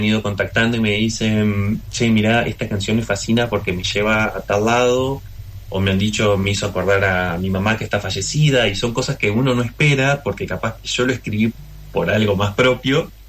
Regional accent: Paraná, Entre Ríos, Argentina; soy el único de Paraná que se enteró

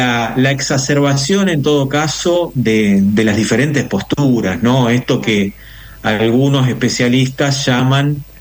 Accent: Argentina

